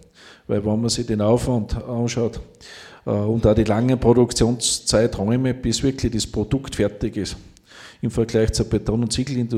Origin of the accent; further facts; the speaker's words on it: Styria, Austria; now in Freistadt District, Upper Austria, Austria; ich komme gebürtig aus der Steiermark